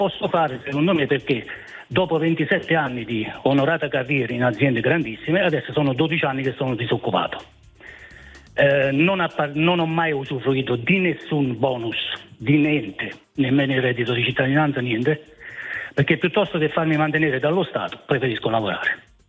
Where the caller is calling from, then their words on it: Caserta, Campania, Italy; Chiamo da Caserta.